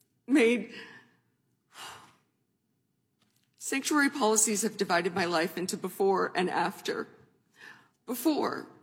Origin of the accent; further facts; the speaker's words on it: Phoenix, Arizona, United States; born there; I was born in Phoenix, Arizona, and so were all four of my children.